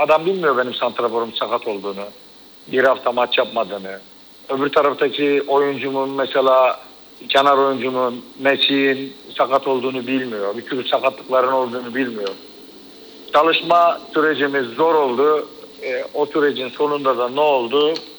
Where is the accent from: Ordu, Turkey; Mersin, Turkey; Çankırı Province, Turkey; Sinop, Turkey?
Mersin, Turkey; bir Mersinli olarak